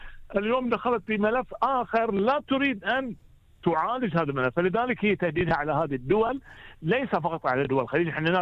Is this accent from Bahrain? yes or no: yes; Bahrain